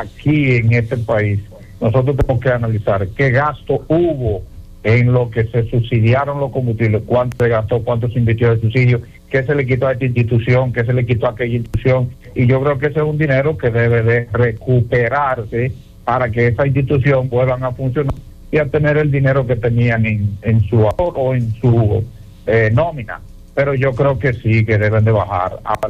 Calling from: Moca, Espaillat, Dominican Republic

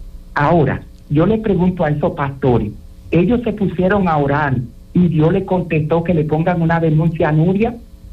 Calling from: Santo Domingo Norte, Santo Domingo, Dominican Republic; Santo Domingo Norte.

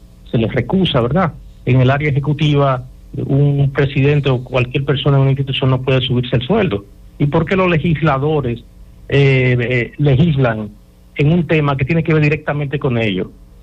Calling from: Santo Domingo, Distrito Nacional, Dominican Republic; de la zona universitaria.

